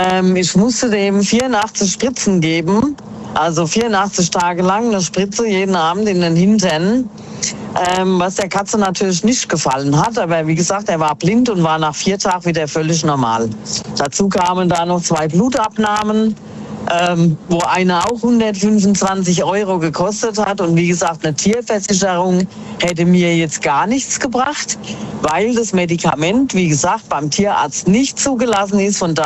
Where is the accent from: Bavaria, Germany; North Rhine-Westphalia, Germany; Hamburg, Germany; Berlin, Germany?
Bavaria, Germany; Miltenberg; Ja, ich komme aus dem Raum Miltenberg.